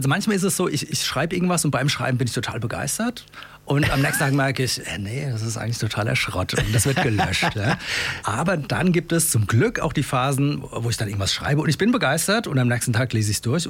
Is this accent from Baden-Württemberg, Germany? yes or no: no; Ascheberg, North Rhine-Westphalia, Germany; ich komme aus Ascheberg, ursprünglich, jetzt mittlerweile aus Wärzbarsch.